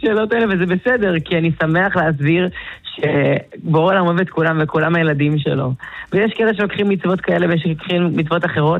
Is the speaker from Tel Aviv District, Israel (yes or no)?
yes; Ramat Gan, Tel Aviv District, Israel; אז אני גדלתי ברמת גן, אני born and raised שם, מילדות.